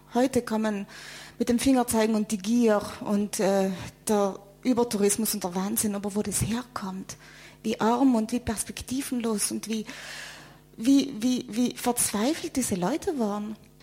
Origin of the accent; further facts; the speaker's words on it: Trentino-Alto Adige, Italy; Wir Südtiroler sind italienische Staatsbürger, die schlechtes Italienisch sprechen und in Italien immer fremd sind und nie adäquat als Staatsbürger anerkannt werden